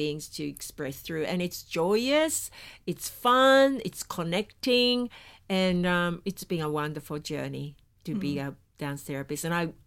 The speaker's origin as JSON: {"language": "English", "town": "Brisbane", "region": "Queensland", "country": "Australia", "said": "when people ask me where you're from, so I'm from Brisbane, I'm Australia."}